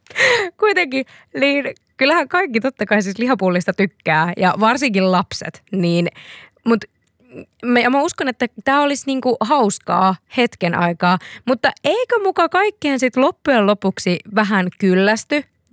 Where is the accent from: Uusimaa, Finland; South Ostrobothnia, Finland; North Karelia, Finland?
South Ostrobothnia, Finland; Seinäjoki; Seinäjoki, jossa olen ala- ja yläasteeni muun muassa käynyt